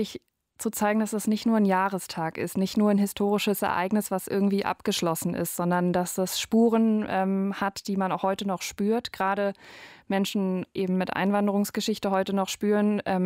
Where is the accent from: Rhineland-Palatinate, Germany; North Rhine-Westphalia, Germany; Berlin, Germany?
Berlin, Germany; Also ich habe selber keine Einwanderungsgeschichte. Ich bin in Berlin-Neukölln aufgewachsen.